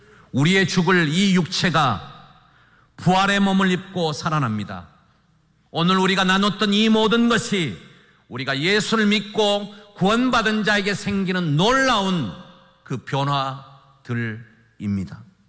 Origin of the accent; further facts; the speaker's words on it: South Korea; 우리는 한국 사람입니다.